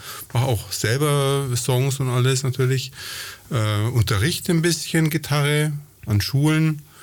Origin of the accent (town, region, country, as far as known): Nuremberg, Bavaria, Germany; born there; also born or lived in Ingolstadt